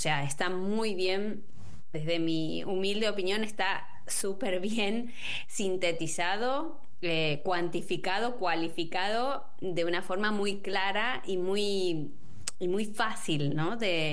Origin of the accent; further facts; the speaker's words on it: Argentina; now in Spain; Yo soy argentina, bueno, crecí allá.